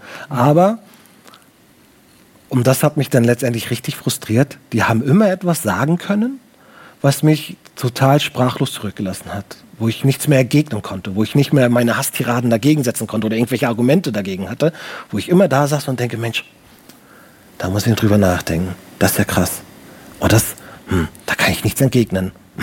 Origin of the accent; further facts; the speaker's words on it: Baltic coast, Germany; Ich komme aus der Nähe von der Ostsee.